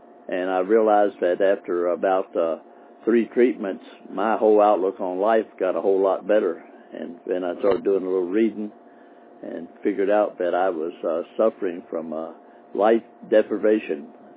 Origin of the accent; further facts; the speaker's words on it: Cynthiana, Kentucky, United States; moved away as an adult; now in DeBary, Florida, United States; I'm from Cynthiana, Kentucky, which is a little small town about 30 miles north of Lexington on U.S. 27.